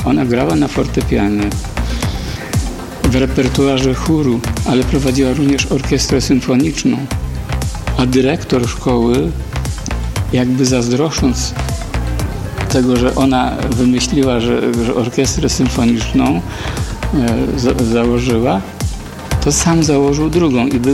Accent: Lubawa, Warmian-Masurian Voivodeship, Poland; born there

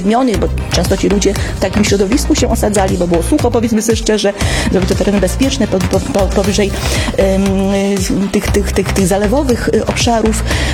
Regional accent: Lublin Voivodeship, Poland; u nas na Lubelszczyźnie

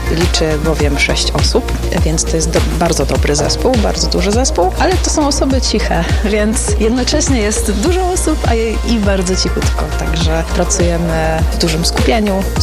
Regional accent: Wrocław, Lower Silesian Voivodeship, Poland; Ogólnie jestem z Wrocławia

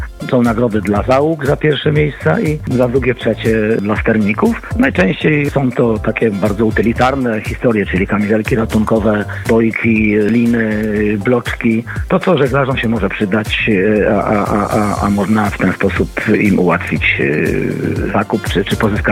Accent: Koszalin, West Pomeranian Voivodeship, Poland; Ja z Koszalina z okna widzę jezioro Jamno, Państwo pewnie w większości też.

